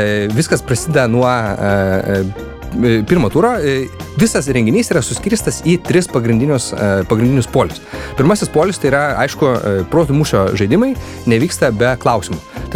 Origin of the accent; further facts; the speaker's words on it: Panevėžys, Panevėžys County, Lithuania; moved away as an adult; also born or lived in Vilnius; now in Norway; aš esu panevėžietis, gimęs ir augęs panevėžyje, paskui išvažiavau mokytis į Vilnių, pasimokiau, dirbu Vilniuje, susiradau meilę, išvažiavom į Norvegiją